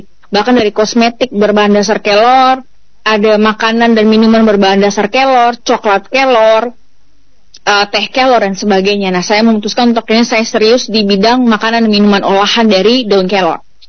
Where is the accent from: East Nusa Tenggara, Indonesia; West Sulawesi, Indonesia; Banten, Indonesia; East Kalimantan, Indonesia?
East Nusa Tenggara, Indonesia; Timor Island; saya lahir dan besar di Pulau Timor, kemudian saya pergi merantau